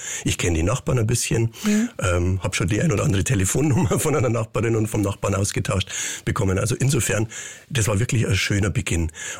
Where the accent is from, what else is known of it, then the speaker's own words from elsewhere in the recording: Ingolstadt, Bavaria, Germany; moved away as an adult; also born or lived in Dresden / Cologne; now in Berlin, Germany; du kommst aus der bayerischen Provinz damals und das war natürlich ein völlig anderes Leben, als wir das gewohnt waren in Ingolstadt.